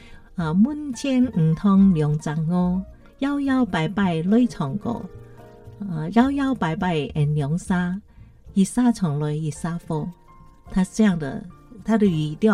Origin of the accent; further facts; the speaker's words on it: Taiwan; accent: Hailu; 绕绕白白来闯过，这是我的海陆腔，对不对？